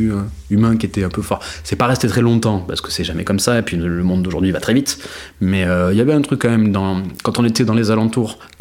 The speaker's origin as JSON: {"language": "French", "town": "Marseille", "region": "Provence-Alpes-Côte d'Azur", "country": "France", "said": "c'est pas que parce qu'on est des Marseillais."}